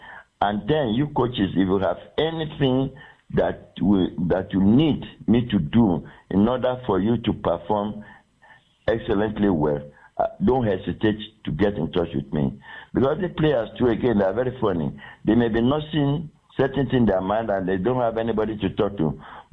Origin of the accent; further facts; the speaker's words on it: Nigeria; I'm a Nigerian.